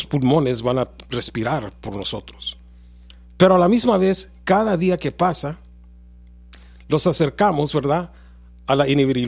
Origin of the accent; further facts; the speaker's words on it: California, United States; yo crecí en California como niño, ¿verdad?, y yo aprendí, ¿verdad?, Budismo.